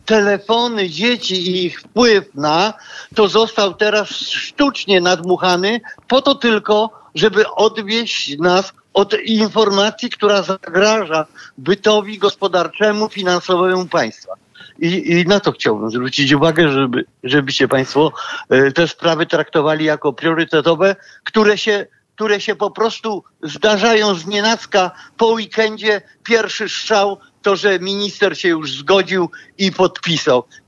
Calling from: Kraków, Lesser Poland, Poland; z Krakowa.

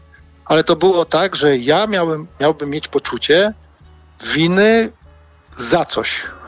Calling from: Łódź, Łódź Voivodeship, Poland

